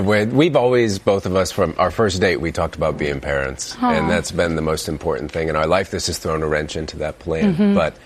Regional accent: Illinois, United States; Illinois.

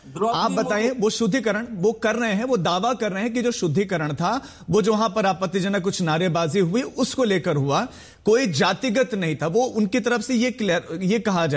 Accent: Uttarakhand, India; मैं उत्तराखंड से ही आता हूं, मुझे रियलिटी मालूम है, मैं उत्तराखंड से आता हूं।

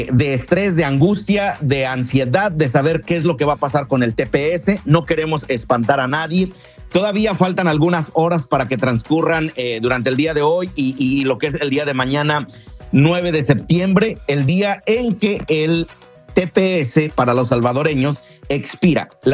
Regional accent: Mexico; entrar a mí como buen mexicano tiene que ser una algarabía.

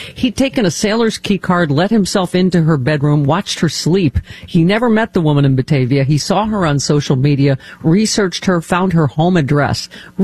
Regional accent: Ontario, Canada; I grew up on Lake Ontario.

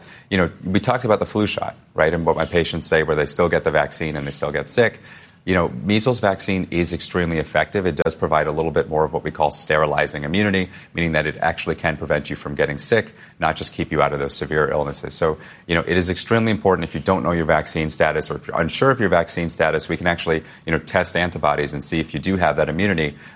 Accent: Arizona, United States; now in New York, United States; in my home state of Arizona.

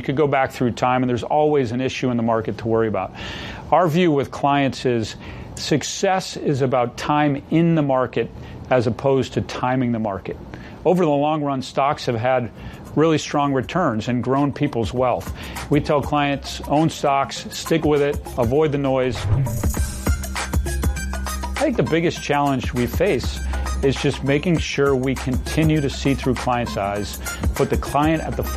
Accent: Boston, Massachusetts, United States; I grew up in the Boston, Massachusetts area.

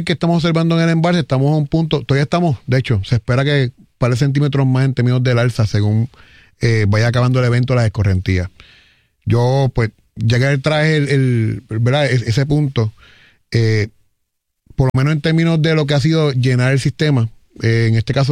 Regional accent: Yauco, Puerto Rico; now in San Lorenzo, Puerto Rico; Yo soy oriundo de Yauco, vivo en San Lorenzo.

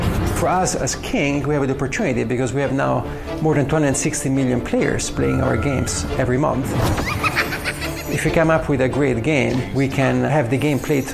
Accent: Rome, Lazio, Italy; I grew up in Rome, in Italy, and my childhood was actually beautiful because I was in the sun, and Rome is a beautiful city.

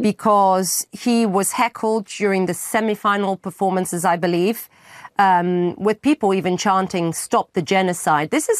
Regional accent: Portugal; I grew up in Portugal. We grew up with Eurovision, right?

